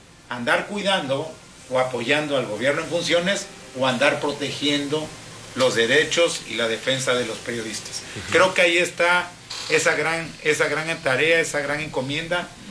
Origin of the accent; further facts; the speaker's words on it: Veracruz, Mexico; somos veracruzanos